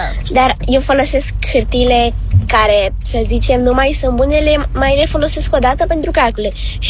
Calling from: Bucharest, Romania; Eu sunt … din București.

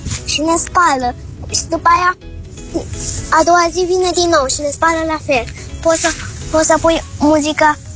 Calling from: Constanța, Constanța County, Romania; din Constanța, am 5 ani

